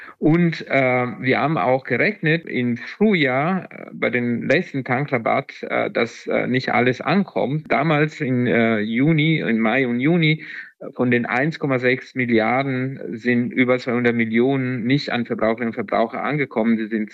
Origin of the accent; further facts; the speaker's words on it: Italy; moved away; Ja, ich bin Italiener